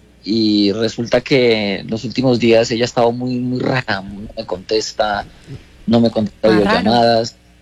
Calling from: Bucaramanga, Santander, Colombia; Yo estoy acá en Bucaramanga. Vivo en el barrio La Feria.

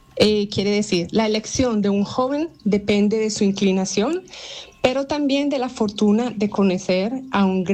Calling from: Bergamo, Lombardy, Italy; los escucho desde Bergamo, Italia.

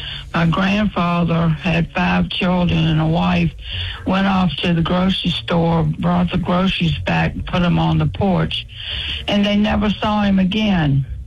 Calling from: Richmond, Virginia, United States; Hey, I'm calling from Richmond, Virginia.

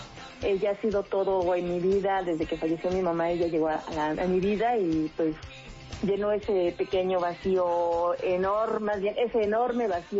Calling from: Nezahualcóyotl, State of Mexico, Mexico; Aquí en Nezahualcóyotl.

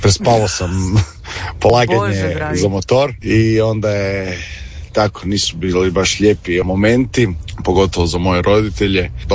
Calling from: Zagreb, City of Zagreb, Croatia; 17 godina, imao sam polaganje za motor, ali u Križicima, a ja sam iz Zagreba.

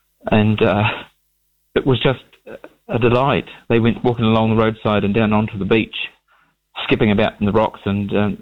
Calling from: Dunedin, Otago, New Zealand; I'm ringing from Wakari in Dunedin.

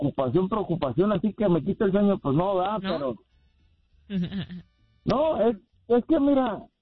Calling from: Mexico; soy mexicano

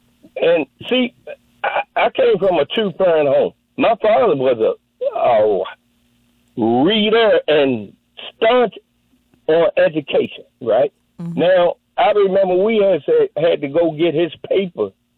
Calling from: Baltimore, Maryland, United States; I'm calling from Baltimore. East.

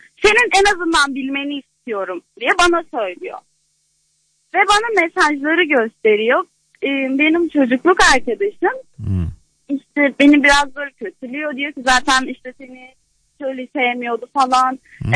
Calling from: Ankara, Turkey; Ankara'dan arıyorum.

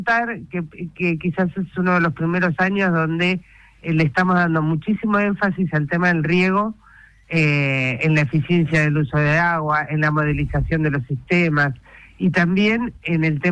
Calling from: Buenos Aires Province, Argentina; yo no soy cordobesa, estoy en el sur de la provincia de Buenos Aires, en el sudoeste más específicamente

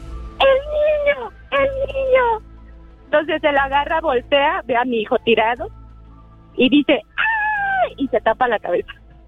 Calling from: Pachuca, Hidalgo, Mexico; De Pachuquita la Bella.

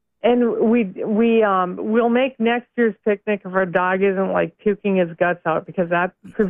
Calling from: Minnesota, United States; from Doan Lake

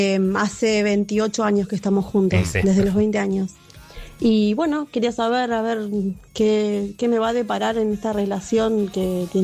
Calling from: Rosario, Santa Fe, Argentina; de Rosario. El sábado cumplo 49

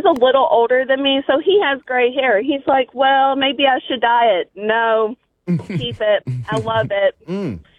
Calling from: Rock Springs, Wyoming, United States

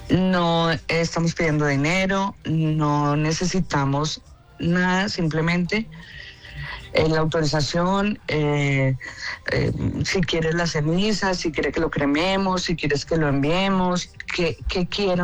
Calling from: Colombia; como colombianos

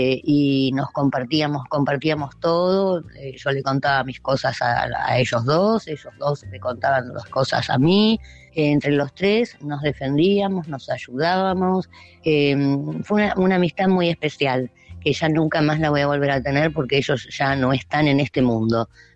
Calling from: Argentina; de Barrio Norte

